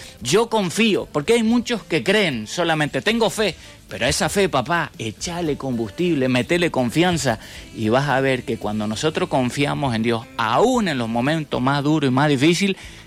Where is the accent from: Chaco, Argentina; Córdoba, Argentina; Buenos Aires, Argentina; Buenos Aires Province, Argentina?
Chaco, Argentina; a Chaco, mi tierra natal